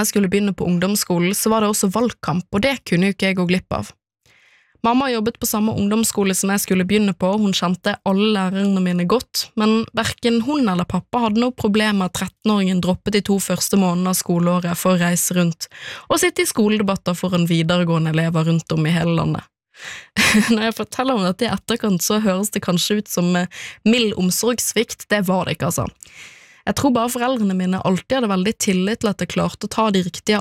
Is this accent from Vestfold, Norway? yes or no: no; Bergen, Vestland, Norway; born or raised there